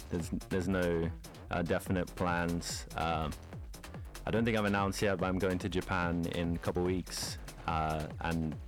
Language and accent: English; Perth, Western Australia, Australia; I grew up in Perth. I was born in Perth.